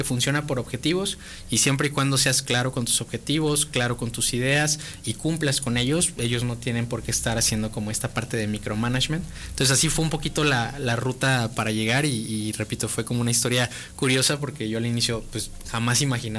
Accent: Mexico; sobre todo como mexicanos

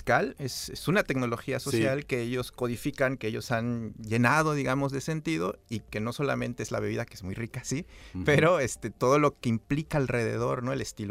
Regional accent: Oaxaca, Mexico; moved away as an adult; now in Xalapa, Mexico; yo soy del Istmo, uh-huh, del Istmo de Tehuantepec, de Oaxaca, en donde la tradición se vive

